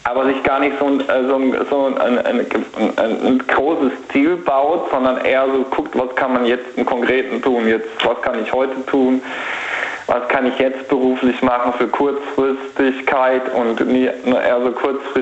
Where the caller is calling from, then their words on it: Baden-Württemberg, Germany; Ich komme aus dem Heidelberger Raum.